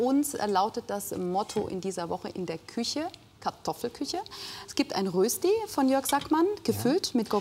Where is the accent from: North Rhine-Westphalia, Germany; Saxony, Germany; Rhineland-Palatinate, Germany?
Rhineland-Palatinate, Germany; ich als Pfälzerin